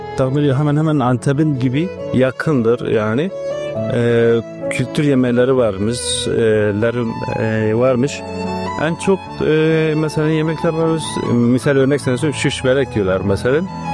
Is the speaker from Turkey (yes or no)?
no; Aleppo, Aleppo Governorate, Syria; moved away; Suriyeli mesajımda Türkmenim. 4 tane çocuğum vardır. 85 doğumluyum. Halepliyim.